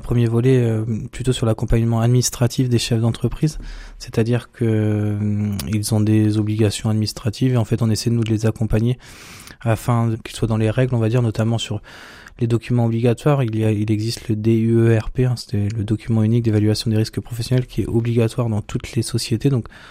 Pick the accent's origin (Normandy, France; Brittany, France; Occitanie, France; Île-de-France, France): Normandy, France; Argentan; Donc moi je suis issu donc d'Argentan, je suis un pur produit du terroir.